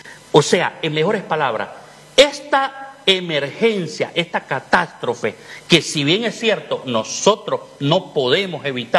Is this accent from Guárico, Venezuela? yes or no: yes; Valle de la Pascua, Guárico, Venezuela; also born or lived in Caracas / Valencia / Maracay / Barquisimeto; en Valencia, Maracay, Barquisimeto, o sea, estudié en muchas partes de Venezuela y mi pueblo, Guárico, Valle de la Pascua, por supuesto.